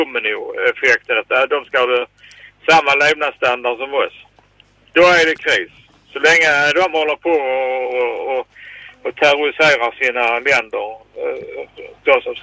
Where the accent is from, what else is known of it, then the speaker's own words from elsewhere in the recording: Sweden; born there; Så det är rent tur, Kalle, att vi är födda i Sverige, du och jag och alla andra.